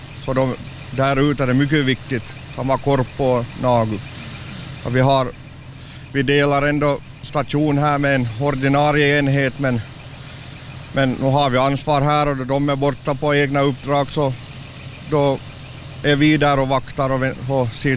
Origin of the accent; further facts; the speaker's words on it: Houtskär, Southwest Finland, Finland; jag är hemma från Hotskär egentligen och där är grunderna egentligen